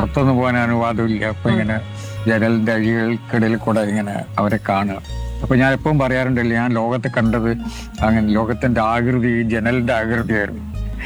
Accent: Mahe, Puducherry, India; മയ്യഴി എൻ്റെ ഉള്ളിലുണ്ട്, ഞാൻ മയ്യഴിക്കാരനാണ്, അത് ഞാൻ ഒരിക്കലും മറക്കില്ല. ഇപ്പൊ എവിടെ പോയാലും തിരിച്ചു വരാൻ ഒരു സ്ഥലം വേണം, അത് മയ്യഴിയാണ്. അവിടെ ഞാൻ തിരിച്ചെത്തും, എത്ര എത്ര ദൂരെ പോയാലും എത്ര വലിയ യാത്രകൾ നടത്തിയാലും ഞാൻ നിലനിൽക്കുന്നത് അവിടെയാണ്, മയ്യഴിയിലാണ്.

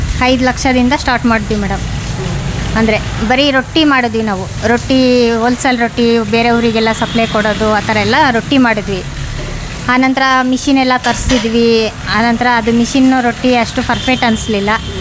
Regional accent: Saulanga, Karnataka, India; also born or lived in Navule; now in Shivamogga, India; ನಮ್ದು ತವ್ರ ಮನೆ ಬಂದ್ಬಿಟ್ಟು ಸೌಳಂಗ, ಆಮೇಲೆ ಗಂಡನ ಮನೆ ಬಂದ್ಬಿಟ್ಟು ಶಿವಮೊಗ್ಗ.

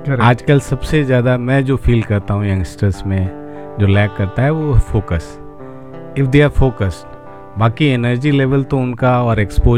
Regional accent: Gonda, Uttar Pradesh, India; मेरी लाइफ तो गोंडा से ही शुरुआत हुई.

